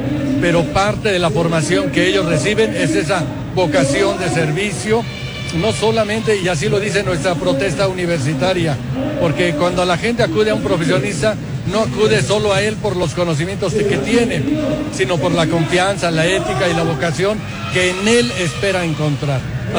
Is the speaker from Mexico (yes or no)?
yes; Pachuca, Hidalgo, Mexico; Yo soy de Pachuca, Hidalgo, yo soy hidalguense, he vivido toda mi vida aquí